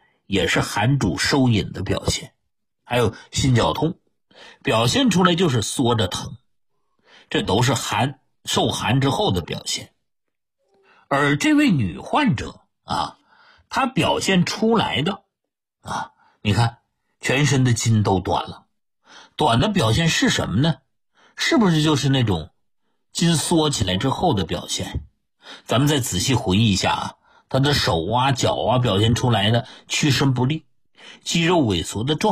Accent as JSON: {"language": "Chinese", "country": "China", "said": "你看西方人毛发比我们中国人厚"}